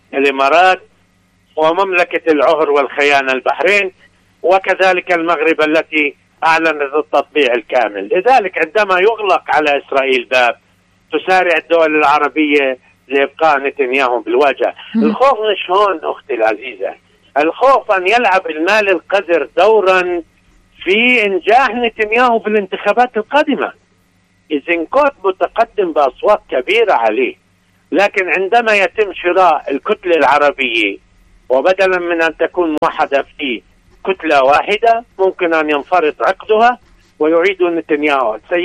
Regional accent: Yemen

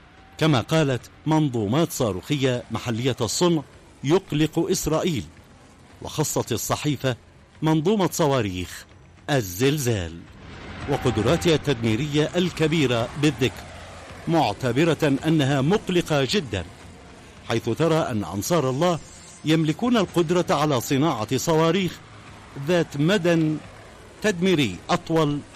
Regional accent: Yemen; بلادنا اليمن

